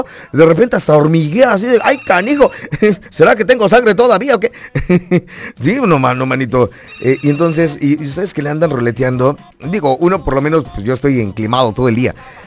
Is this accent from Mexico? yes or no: yes; Mexico